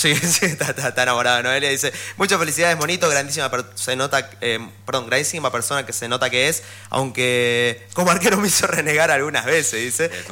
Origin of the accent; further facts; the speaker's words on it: La Paz, Bolivia; born there; moved away; cuando era chico y todavía vivía en La Paz